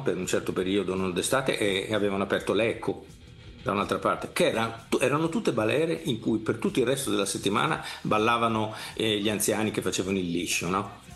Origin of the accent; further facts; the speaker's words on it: Emilia-Romagna, Italy; noi avevamo due poli, no, dalle nostre parti, uno era Bologna, il polo invernale, e l'altro era il polo estivo, che era Rimini e tutta quella parte di Romagna.